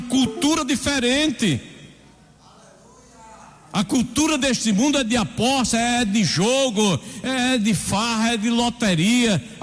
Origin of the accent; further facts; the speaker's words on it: Brazil; Nós somos patriotas, claro, somos brasileiros, cidadãos brasileiros.